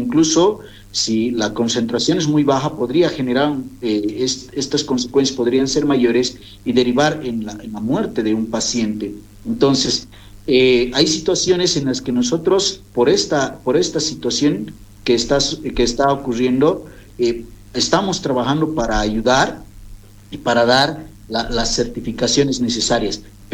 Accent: Bolivia; podamos resolver esto como bolivianos y bolivianas.

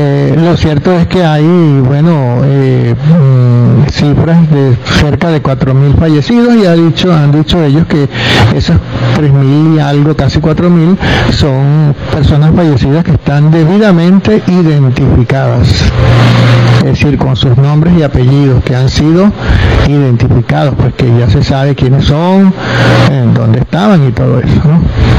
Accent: Venezuela

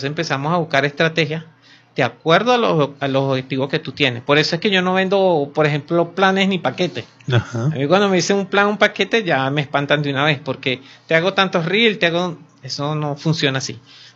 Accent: Venezuela; Entonces, nosotros como venezolanos, pues decidimos aportar.

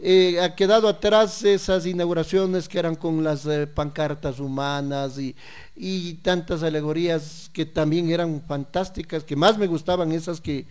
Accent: Ecuador; Y obviamente en la de nuestro país.

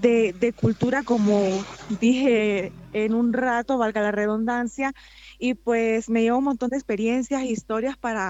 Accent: Honduras; Vengo en representación de mi país

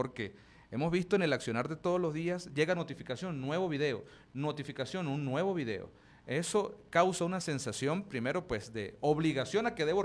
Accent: Venezuela

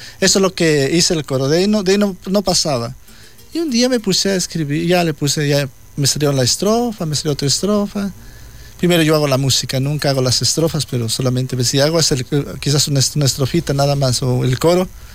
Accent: Ecuador

